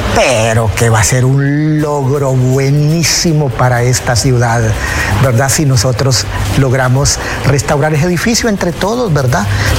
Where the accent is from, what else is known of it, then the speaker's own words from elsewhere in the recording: Juticalpa, Olancho, Honduras; somos ciudadanos de Juticalpa, ¿verdad? Y la ciudad nos gusta vivir aquí